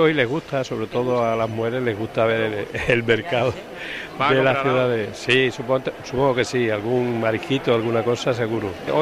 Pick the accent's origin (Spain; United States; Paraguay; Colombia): Spain; Extremadura; Vengo de Extremadura.